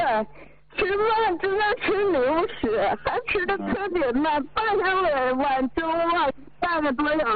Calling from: Shenyang, Liaoning, China; 我家是沈阳的，

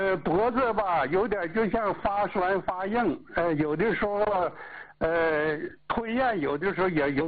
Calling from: Changchun, Jilin, China; 家在长春双阳。

